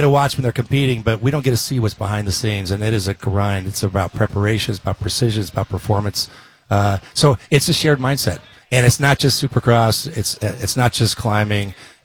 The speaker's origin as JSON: {"language": "English", "region": "Utah", "country": "United States", "tie": "born or raised there", "said": "born and raised in Utah."}